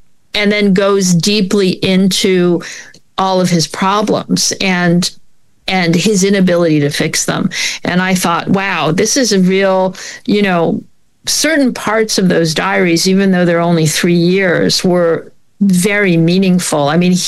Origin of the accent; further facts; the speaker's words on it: Canada; I'm from Canada. It was not something I grew up with.